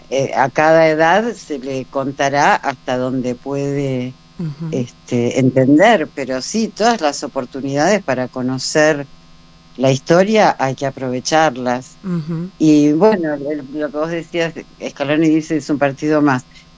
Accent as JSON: {"language": "Spanish", "country": "Argentina", "said": "lo que vivimos como argentinos. Yo sí lo viví"}